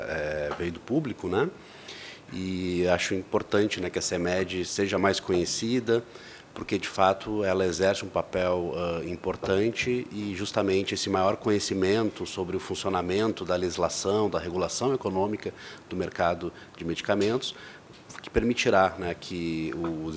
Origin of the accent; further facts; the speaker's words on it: Rio Grande do Sul, Brazil; um pequeno município no interior do Rio Grande do Sul, por exemplo, de onde eu sou